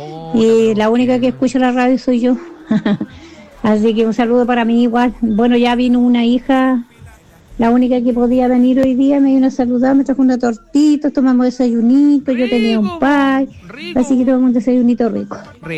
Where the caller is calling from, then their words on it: Molina, Maule, Chile; Yo soy ahí de Molina.